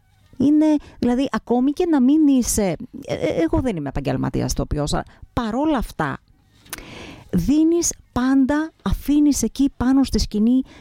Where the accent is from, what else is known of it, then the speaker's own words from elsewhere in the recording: Koryfi, Central Macedonia, Greece; Το χωριό μου είναι η κορυφή Κιλκής